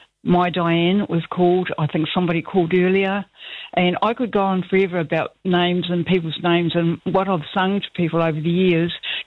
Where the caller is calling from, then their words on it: Newcastle, New South Wales, Australia; I'm listening from Australia. I listen to you every night.